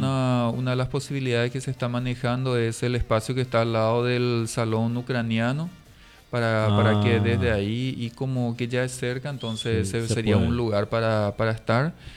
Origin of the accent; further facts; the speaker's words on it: Paraguay; somos paraguayos, por sí. Sobre todo somos todos paraguayos